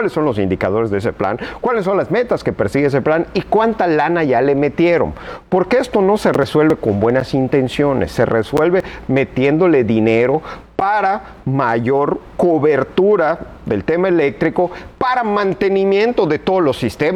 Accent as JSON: {"language": "Spanish", "region": "Yucatán", "country": "Mexico", "said": "no podemos nosotros como yucatecos pues acostumbrarnos a estos apagones"}